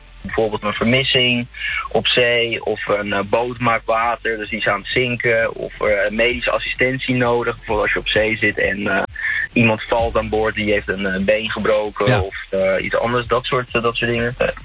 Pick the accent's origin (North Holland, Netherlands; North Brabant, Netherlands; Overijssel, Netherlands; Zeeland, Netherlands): North Holland, Netherlands; Zandvoort; Ik ben opgegroeid in Zandvoort